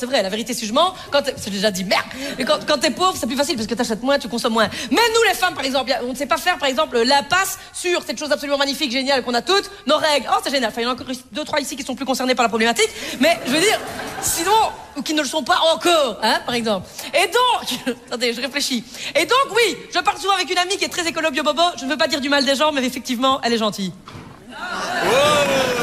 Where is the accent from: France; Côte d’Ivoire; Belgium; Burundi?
Belgium; Liège, Wallonia; moi, je suis liégeoise. Putain, je viens de Liège quand même.